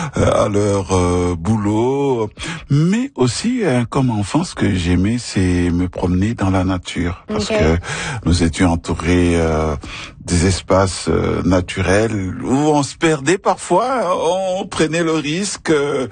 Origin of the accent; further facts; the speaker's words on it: Kolwezi, Lualaba, DR Congo; dans le sud-est de la République démocratique du Congo, une ville qui s'appelle Kolwezi.